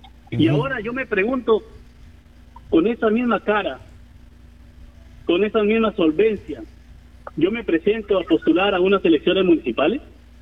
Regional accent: Olmos, Lambayeque, Peru; Mi pueblo de Olmos

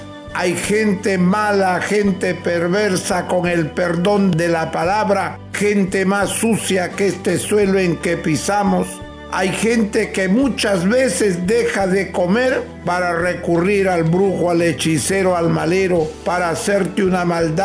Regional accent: northern Peru, Peru; como buen norteño que soy.

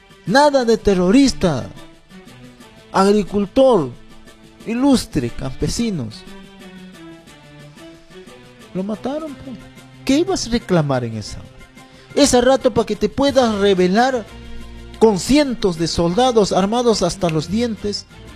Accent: Tambillo, Junín, Peru; mi pueblo querido, Tambillo, distrito de Ricrán, provincia de Jauja

